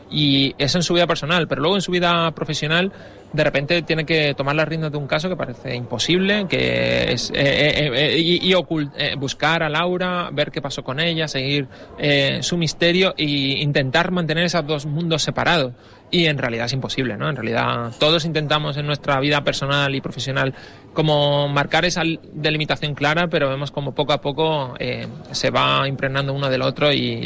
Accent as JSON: {"language": "Spanish", "town": "Fuengirola", "region": "Andalusia", "country": "Spain", "said": "como yo soy de Fuengirola, yo vivo entre Fuengirola y Mijas"}